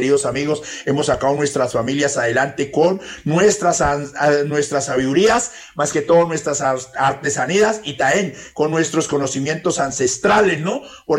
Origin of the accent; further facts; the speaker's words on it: Putumayo, Colombia; Yo soy de un pueblo bastante, bastante lejano, mis queridos amigos, como es mi tierra Putumayo, mis queridos amigos, mi tierrita Putumayo.